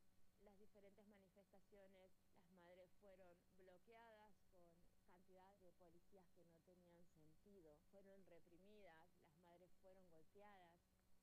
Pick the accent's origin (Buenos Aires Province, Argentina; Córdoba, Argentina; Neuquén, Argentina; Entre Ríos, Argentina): Neuquén, Argentina; Como Argentina, como Patagónica, como neuquina, originaria de pueblos mapuche